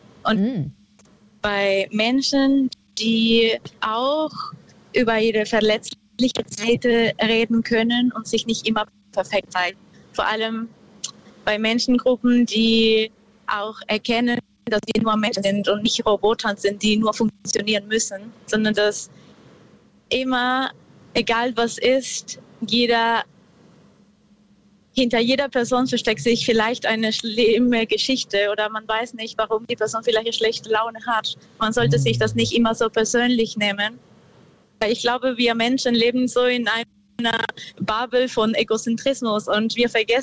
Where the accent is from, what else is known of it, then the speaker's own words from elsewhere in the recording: north, Peru; now in Germany; komme ursprünglich aus Peru. Ich bin im Norden von Peru aufgewachsen und da gab es sehr viel Natur.